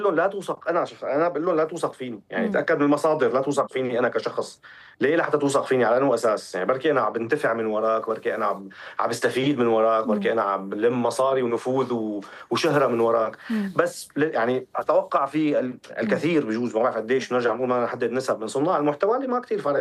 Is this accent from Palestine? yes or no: no; Syria